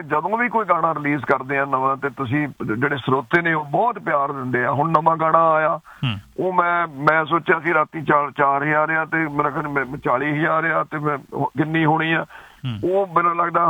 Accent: Husainpur, Punjab, India; now in England, United Kingdom; ਅਸੀਂ ਨਕੋਦਰ ਦੇ ਨਾਲ, ਸਾਡਾ ਪਿੰਡ ਆ ਜੀ ਹੁਸੈਨਪੁਰ

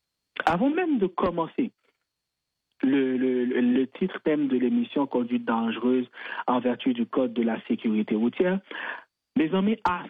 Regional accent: Haiti; now in Canada; tout le monde nous on est haïtien

